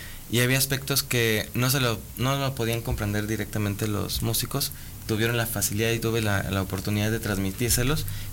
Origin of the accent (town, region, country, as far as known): Mexico